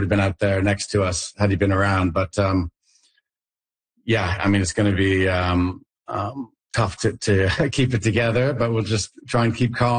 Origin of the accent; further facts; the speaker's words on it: Canada; moved away; as a Canadian